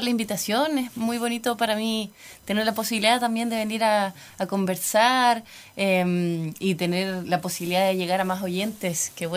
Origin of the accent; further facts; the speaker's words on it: Dalcahue, Los Lagos, Chile; also born or lived in Santiago; soy chilota, soy de Dalcahue, me he crecido entre el folclore, entre las artes y la cultura, todo lo que es el patrimonio.